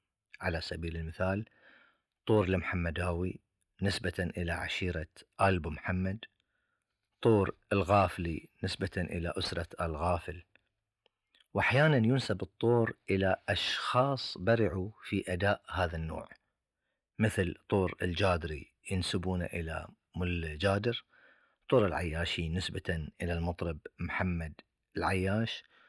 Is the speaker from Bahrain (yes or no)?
yes; Bahrain; عندنا في البحرين